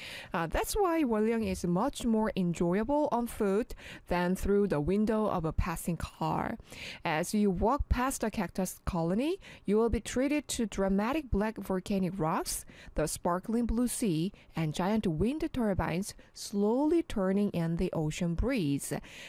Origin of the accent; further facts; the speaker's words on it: Busan, South Korea; I'm from Busan.